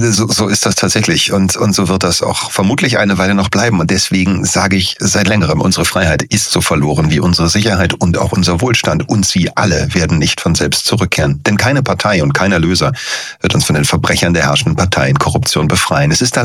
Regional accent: Berlin, Germany; dass du da in Zehlendorf aufgewachsen bist in Berlin. Das bin ich ja auch.

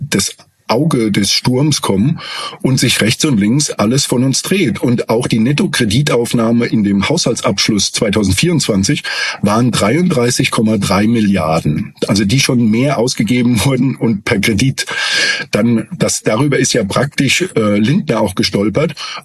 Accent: Germany

